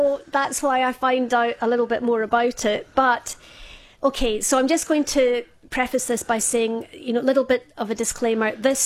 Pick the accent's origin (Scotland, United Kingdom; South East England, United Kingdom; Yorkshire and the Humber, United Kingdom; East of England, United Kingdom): Scotland, United Kingdom; Glasgow; now in Australia; I grew up in Glasgow.